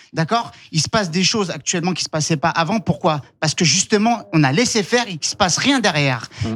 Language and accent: French; Saint-Ouen, Île-de-France, France; moved away; moi, j'ai grandi, je suis né dans 93, j'ai grandi à Saint-Ouen. Pour ceux qui connaissent Saint-Ouen, c'est le Far West, d'accord?